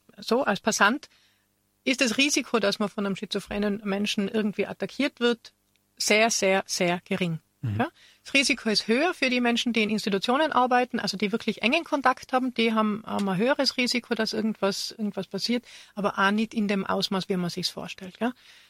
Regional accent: Tyrol, Austria; das gibt es relativ groß im Osten von Österreich, das gibt es bei uns in Tirol im Landeskrankenhaus in Haller Station.

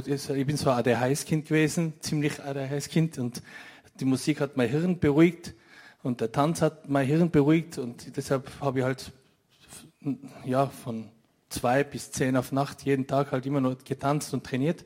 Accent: Innsbruck, Tyrol, Austria; Ich bin im Z6 im Jugendzentrum aufgewachsen. Und 1994, also ich bin 77 geboren

